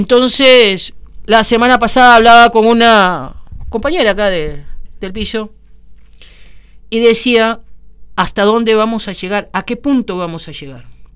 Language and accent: Spanish; Argentina; Sí, soy argentino. Tengo nacionalidad argentina.